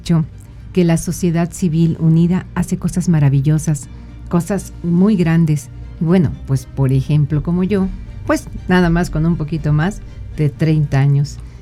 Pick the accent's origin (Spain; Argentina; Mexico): Mexico; porque soy orgullosamente mexicana.